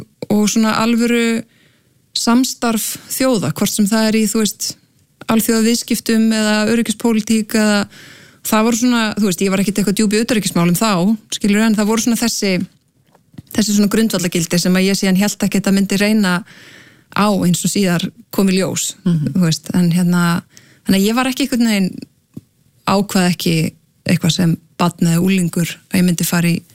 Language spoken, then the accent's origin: Icelandic; Akranes, Western Region, Iceland; það eru tveir grunnskólar á Akranesi, ólst upp á Vestugötu.